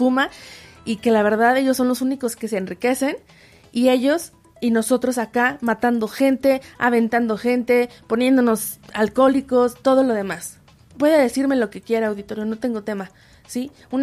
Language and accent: Spanish; Mexico; somos mexicanos